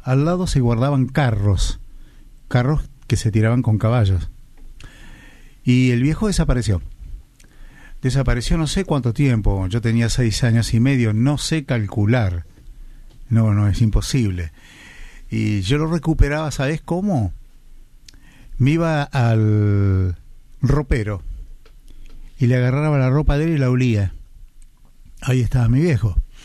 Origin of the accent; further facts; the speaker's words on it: San Miguel de Tucumán, Tucumán, Argentina; born there; Yo nací en San Miguel de Tucumán. Mi madre era tucumana.